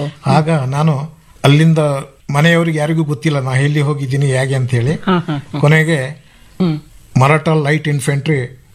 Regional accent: Ponnampet, Karnataka, India; moved away as an adult; ಕೊಡಗು ಜಿಲ್ಲೆ ಕಾವೇರಮ್ಮನ ಮಣ್ಣಿನಲ್ಲಿ ಹುಟ್ಟಿ ಬೆಳೆದವರು.

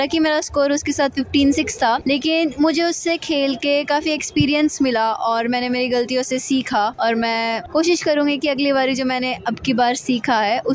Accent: Haryana, India; मैं हरियाणा से हूँ और मेरी एज 18 इयर्स है।

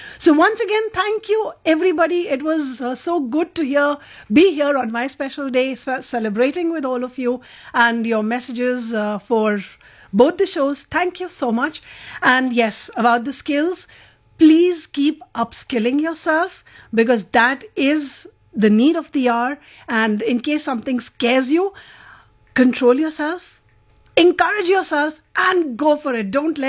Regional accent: Tiruchirappalli, Tamil Nadu, India; from Trichy.

